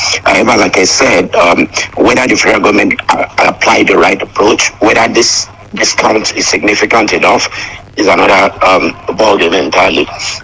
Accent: Nigeria; as a Nigerian

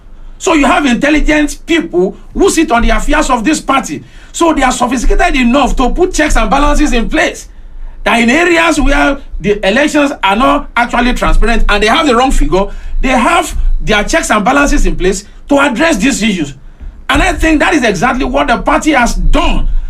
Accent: Nigeria; I am from Yusowopo too.

